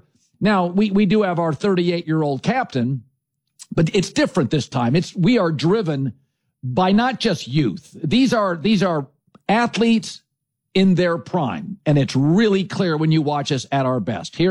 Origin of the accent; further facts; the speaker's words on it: Pacific Northwest, United States; I'm from the Pacific Northwest, which is a great soccer region in America.